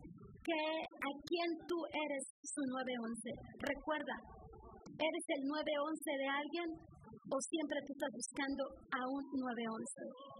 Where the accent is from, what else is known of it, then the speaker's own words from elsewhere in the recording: Mexico; nosotros como mexicanos nos encanta comer picante